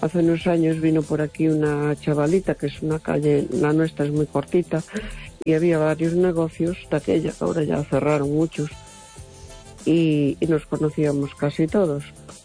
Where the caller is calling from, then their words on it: A Coruña, Galicia, Spain; de Coruña.